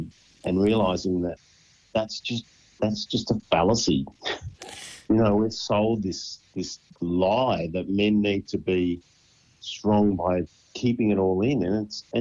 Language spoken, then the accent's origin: English; Australia; That's definitely a no-go zone when you grow up in Australia, as an Australian male, I found. I grew up in a country area, so, you know, it's even stronger in the country